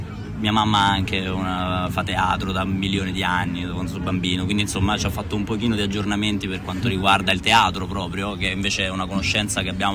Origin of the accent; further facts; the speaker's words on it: Naples, Campania, Italy; also born or lived in Rome; Io ho abitato a Roma fino a 2 anni fa, adesso abito vicino Genova, però sono di Napoli.